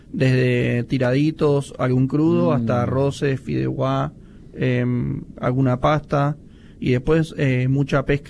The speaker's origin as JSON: {"language": "Spanish", "town": "Mar del Plata", "region": "Buenos Aires Province", "country": "Argentina", "tie": "born there", "moved": "as an adult", "said": "Yo soy nacido acá, después, bueno, estuve en la suerte de viajar y vivir afuera por la gastronomía y volví"}